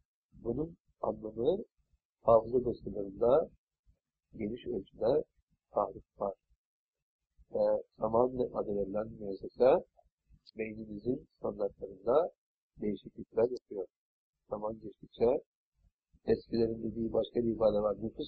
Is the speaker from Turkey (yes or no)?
yes; İznik, Bursa, Turkey; born there; Bugün 64 yaşıma girmiş oluyor. 29 Kasım 1933 yılında Bursa'nın Yenişehir İznik ilçesinde doğdum. İşte o tarihten bu tarafa geçen 63 yılımızı bugün tamamlamış oldum. Ve 64 yaşımıza adım attık.